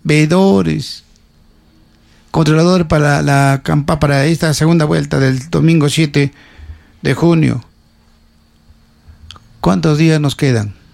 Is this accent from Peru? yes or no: yes; Peru; Veo la realidad de mi pueblo peruano que se muere actualmente de hambre.